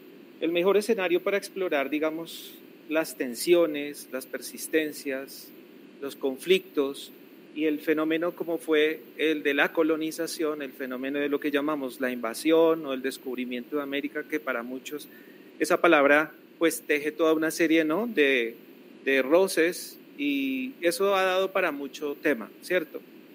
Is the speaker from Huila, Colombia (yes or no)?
no; Bogotá, Colombia; born there; also born or lived in Barranquilla; Yo soy de Bogotá, una parte de mi vida de niño y de joven viví en la ciudad de Barranquilla